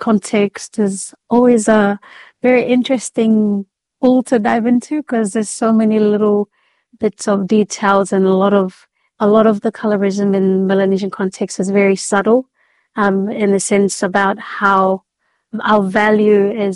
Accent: Malaita, Solomon Islands; also born or lived in Fiji; now in New Zealand; I come from the provinces of Chozo and Malaita in the Solomon Islands. I grew up in the Solomons, and then part of my life I also grew up in Fiji.

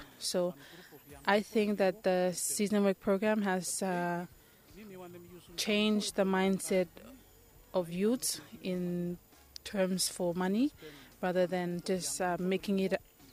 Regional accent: Epau, Shefa, Vanuatu; I am from Epau Village, and I do specifically Tahitian farming.

